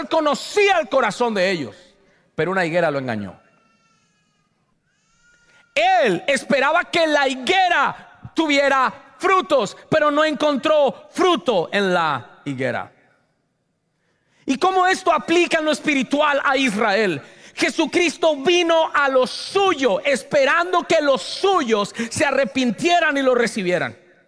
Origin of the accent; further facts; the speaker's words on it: Colombia; moved away; No, mijo, yo vengo de Colombia